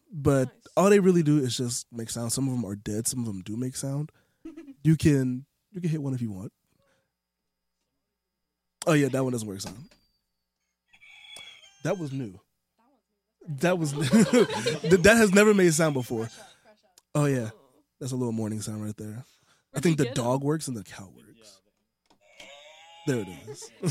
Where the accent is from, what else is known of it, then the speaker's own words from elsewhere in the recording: New York, United States; born there; moved away; I grew up on … back in New York.